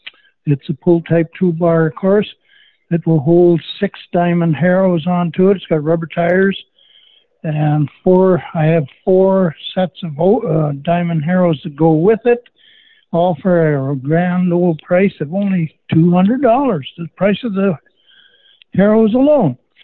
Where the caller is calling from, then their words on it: Gladstone, Manitoba, Canada; Gladstone.